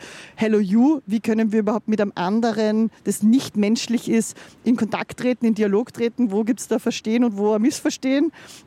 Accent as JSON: {"language": "German", "town": "Linz", "region": "Upper Austria", "country": "Austria", "tie": "born or raised there", "said": "Naja, ich bin auch ein bisschen mit dem aufgewachsen, muss ich sagen. Ich bin in Linz aufgewachsen"}